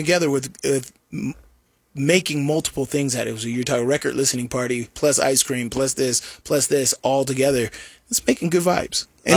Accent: Las Vegas, Nevada, United States; I'm not a city guy. I'm from Vegas.

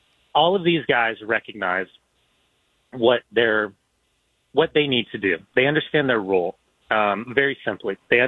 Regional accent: United States

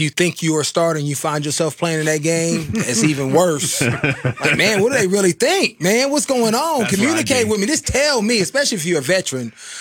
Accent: Oakland, California, United States; I'm from Oakland.

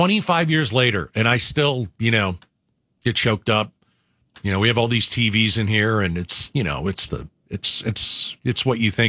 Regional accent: United States; I'm from the New York, New Jersey

